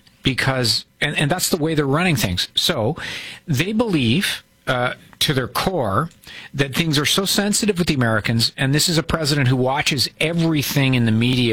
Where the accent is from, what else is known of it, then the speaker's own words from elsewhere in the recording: Canada; And we're kind of being Canadian about it.